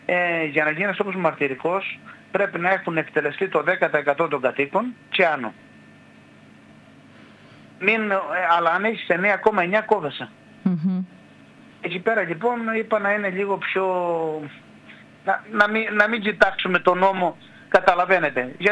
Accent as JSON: {"language": "Greek", "region": "Crete", "country": "Greece"}